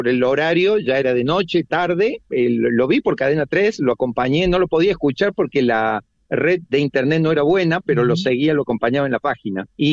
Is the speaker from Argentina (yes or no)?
yes; Córdoba, Argentina; moved away as an adult; Yo llegué con 26 años, 27. Y ya tengo 59, así que he pasado casi toda la vida aquí. Yo soy de Córdoba, estudié ahí en el Colegio Pío X y vivía cerca de la cancha de Belgrano, ahí en Alto Alberdi.